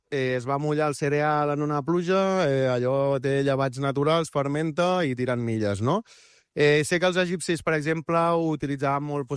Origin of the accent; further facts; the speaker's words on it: Arenys de Mar, Catalonia, Spain; Arenys de Mar, sempre. Capital de l'Almaresma.